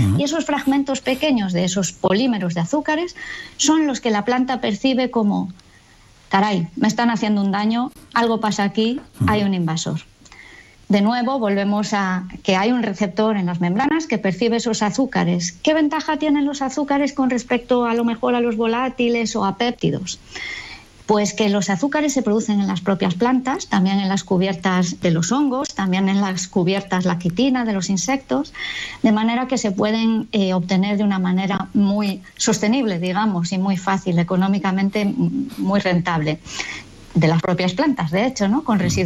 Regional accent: Galicia, Spain; Bueno, pues porque yo soy gallega

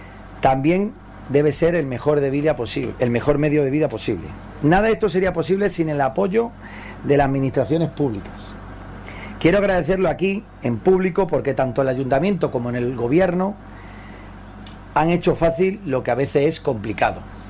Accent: Extremadura, Spain; en mi tierra extremeña.

